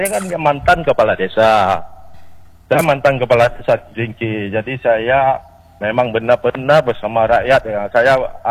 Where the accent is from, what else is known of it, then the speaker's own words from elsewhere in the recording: Banda Aceh, Aceh, Indonesia; Karena ini milik kita, orang Banda Aceh, Pak. Milik rakyat Aceh.